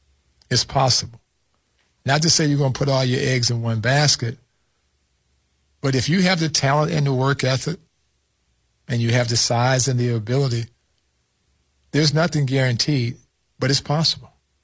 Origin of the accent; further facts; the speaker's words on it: Michigan, United States; And, you know, I grew up in Michigan. It was cold there.